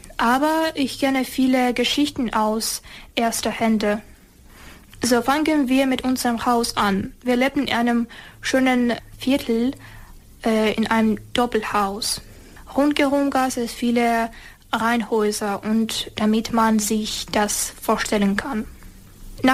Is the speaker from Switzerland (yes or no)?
no; Hostomel, Kyiv Oblast, Ukraine; German is a second language; moved away; also born or lived in Zhytomyr; eigentlich bin ich in Jedoma geboren, aber danach sind meine Eltern und ich nach Kiew umgezogen. Ja, aber den großen Teil meines Lebens habe ich jedoch im Hostomel gelebt. So, es ist ein kleiner Staat in der Region Kiew. Kann ich sagen, so bis zur Hauptstadt war es etwa 15 Minuten mit dem Auto.